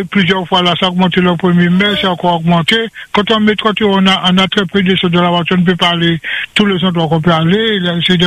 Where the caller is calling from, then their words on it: Le François, Martinique; De la Martinique.